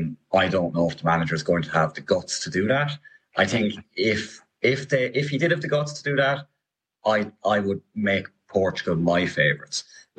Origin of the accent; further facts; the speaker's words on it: Ireland; being an Irishman.